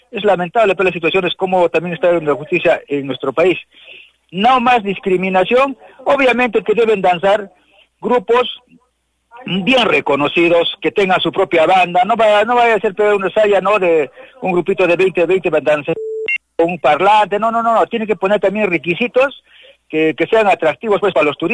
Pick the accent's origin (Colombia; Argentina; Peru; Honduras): Peru; Arequipa; lo hemos asimilado como arequipeño.